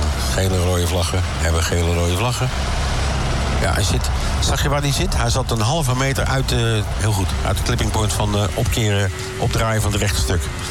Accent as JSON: {"language": "Dutch", "country": "Netherlands", "said": "Ja, maar ja, wij zijn Nederlanders en wij zijn eigenwijs."}